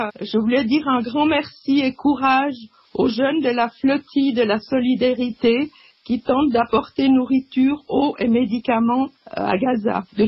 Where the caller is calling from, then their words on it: Renens, Vaud, Switzerland; de Renon.